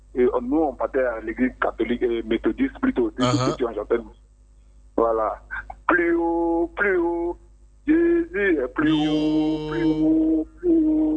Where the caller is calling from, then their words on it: Abidjan, Côte d’Ivoire; je vous appelle de Yopougon.